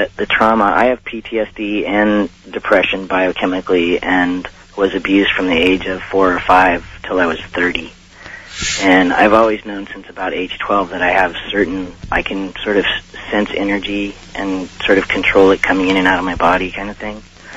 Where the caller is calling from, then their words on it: Bolinas, California, United States; I'm calling from Bolinas, California.